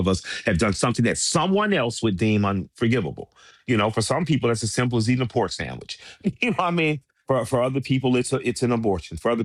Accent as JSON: {"language": "English", "region": "Southern US", "country": "United States", "tie": "born or raised there", "said": "And I grew up in the South."}